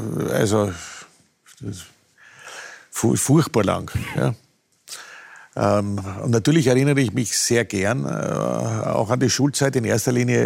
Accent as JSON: {"language": "German", "town": "Altlengbach", "region": "Lower Austria", "country": "Austria", "tie": "born there"}